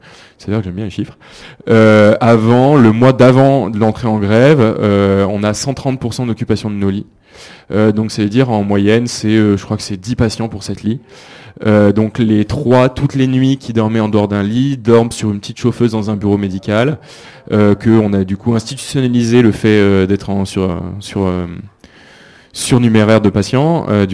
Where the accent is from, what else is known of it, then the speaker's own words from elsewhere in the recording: Grenoble, Auvergne-Rhône-Alpes, France; Moi, je viens de l'Isère, je viens de Grenoble